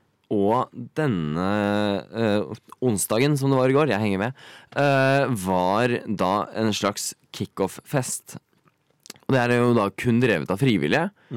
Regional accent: Oslo, Norway; jeg er fra Oslo.

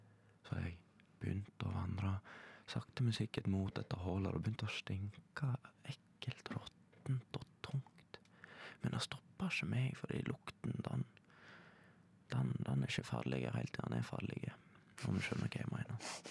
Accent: Leikanger, Vestland, Norway; så ser jeg fjorden hjemme i Leikanger. Fint var det, og vakkert var det, og jeg fikk en sånn følelse av, herregud, jeg må komme med heimatte.

